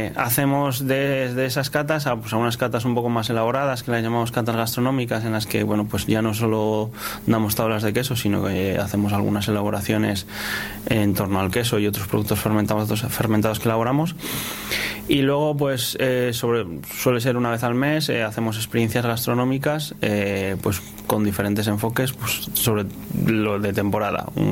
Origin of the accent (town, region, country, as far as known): Torrelavega, Cantabria, Spain; born or raised there